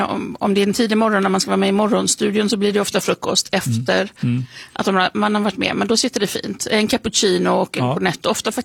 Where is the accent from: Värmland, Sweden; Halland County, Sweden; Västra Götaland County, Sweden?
Halland County, Sweden; Falkenberg; moved away as an adult; now in Italy; Men nu var det ju där jag växte upp, så det är en roman som utspelar sig på framförallt 70- och 80-talet. Mm. Och där är Falkenbergs skådeplats.